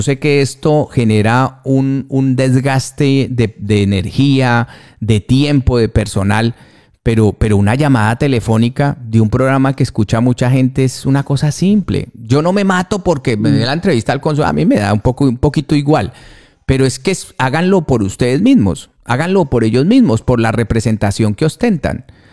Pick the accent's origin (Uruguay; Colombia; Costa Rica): Colombia; now in Spain; Somos colombianos los que estamos metidos en esto.